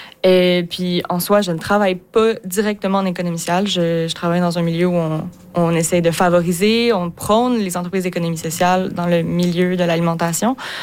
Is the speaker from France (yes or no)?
no; Quebec, Canada; now in Montreal, Canada; je viens pas de Montréal, je suis pas née là-bas. Du village où je viens, au centre du Québec, il y avait plus d'épicerie, il y avait plus de garage et le dépanneur allait fermer.